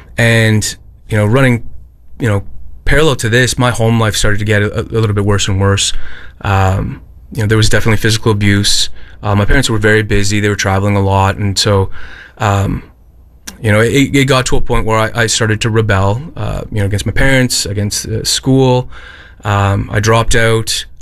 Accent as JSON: {"language": "English", "town": "Ottawa", "region": "Ontario", "country": "Canada", "tie": "born there", "also_born_or_lived": "Eel Ground First Nation, New Brunswick", "said": "We jumped around a few places, ended up in Ottawa, Ontario, nation's capital, and that's where I grew up. Again, not a Christian home"}